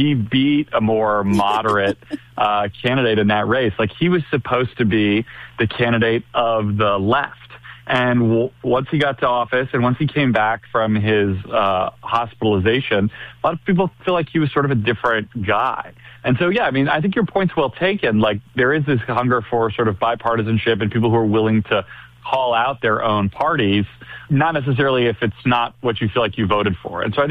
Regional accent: Texas, United States; We're doing a lot of reporting on Texas, my home state, and the opportunities and challenges that exist there for Democrats right now.

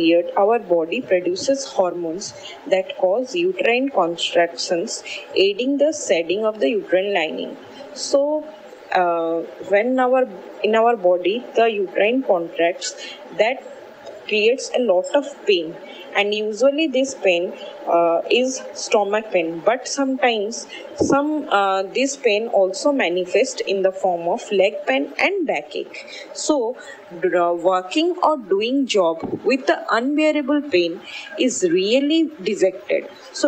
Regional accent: Rajasthan, India; I am from Rajasthan.

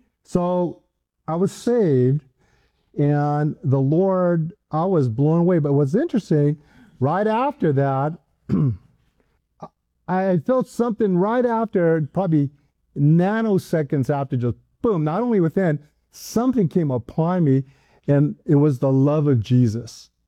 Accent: Hawaii, United States; I grew up in Hawaii. I was in Hawaii, and that's where I went to school.

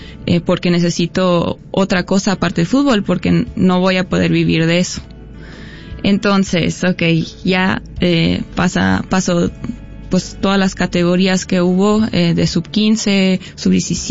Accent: Germany; Sí, pues yo nací en Alemania, mi papá es alemán, mi mamá es mexicana, de Guanajuato capital, y pues yo nací allá, crecí allá, siempre he tenido como ese lazo con México

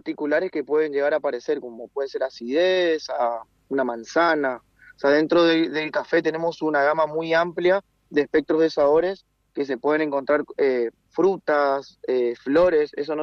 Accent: Misiones, Argentina

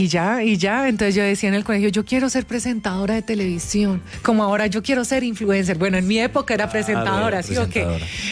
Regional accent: Popayán, Cauca, Colombia; also born or lived in Paris, France; Mira, yo crecí en Popayán. Cauca.

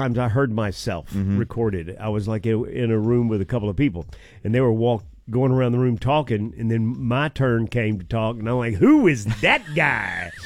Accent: the South, United States; accent: Southern; I forget about how deep my southern accent is sometimes.

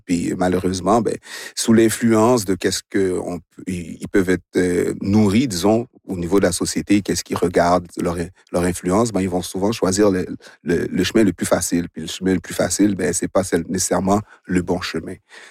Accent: Montreal, Quebec, Canada; born or raised there

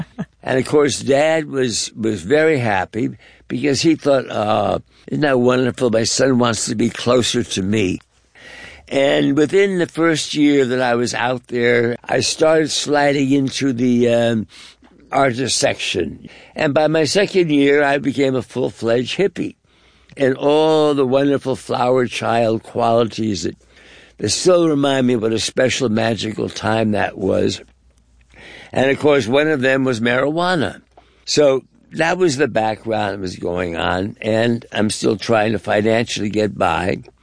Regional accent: East Coast, United States; born or raised there

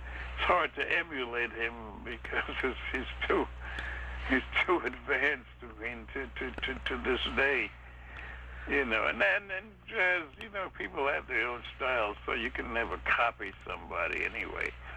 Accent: New York, United States; I grew up in Harlem in the center of the jazz activity in New York.

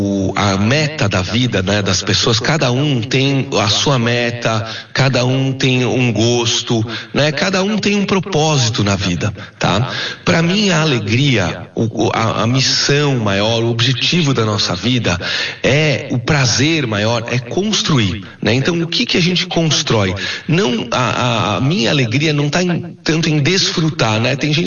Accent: São Paulo, Brazil; also born or lived in Paraná; eu sou de São Paulo, então fui para o Paraná para essa missão.

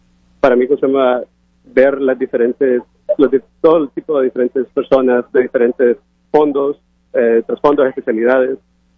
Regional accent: Honduras; moved away as an adult; now in Seattle, United States; y vengo de Honduras.

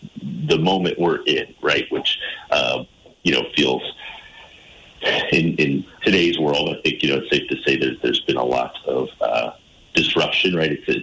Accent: Putney, Vermont, United States; I mean, I grew up in Putney.

